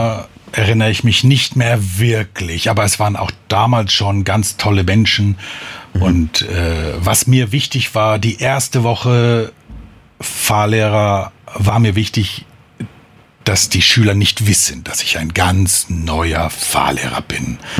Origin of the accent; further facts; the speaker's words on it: Hamburg, Germany; Ursprünglich komme ich aus Hamburg und da ist schon eine andere Stimmung. Von Hamburg ins Rhein-Main-Gebiet war schon ein Umstieg